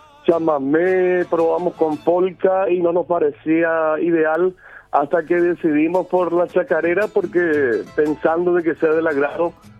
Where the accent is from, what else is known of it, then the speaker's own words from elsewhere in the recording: Paraguay; moved away as an adult; also born or lived in Argentina; Paraguayo, pero viví 18 años de mi juventud en la Argentina. Apenas terminé el colegio y ya me trasladé a la Argentina a estudiar locución, a estudiar canto y vocalización